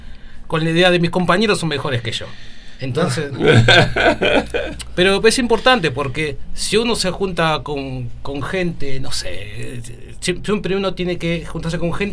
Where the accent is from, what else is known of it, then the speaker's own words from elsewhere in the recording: La Ferrere, Buenos Aires Province, Argentina; Ah, bueno … soy de La Ferrere, de La Matanza, y Me autotitulo escritor